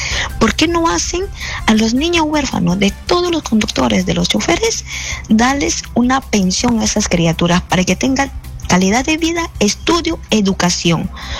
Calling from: Lima, Peru

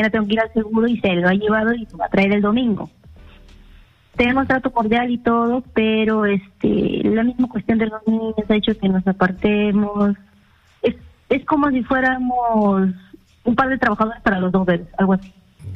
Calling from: Lima, Peru; Soy de Chorrillos.

